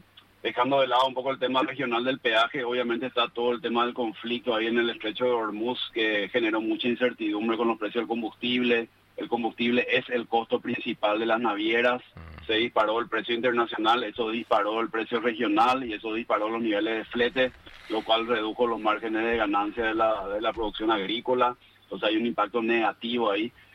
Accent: Paraguay; somos todos paraguayos

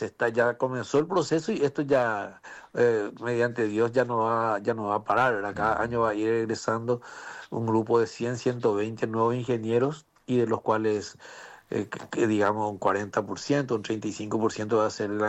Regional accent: Paraguay; moved away as an adult; now in Taiwan

